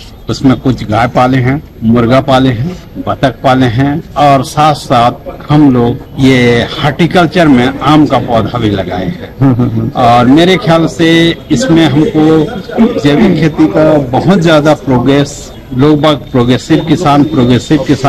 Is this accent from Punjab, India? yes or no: no; Milaravad, Chhattisgarh, India; ग्राम मिलारावाद, जिला महासमुंद, छत्तीसगढ़ का रहने वाला हूँ